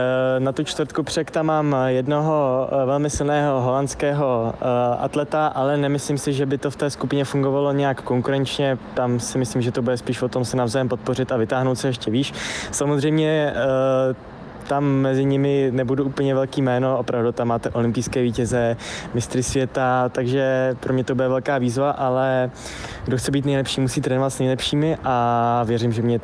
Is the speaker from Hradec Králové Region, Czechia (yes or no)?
no; České Budějovice, South Bohemian Region, Czechia; Já jsem z Českých Budějovic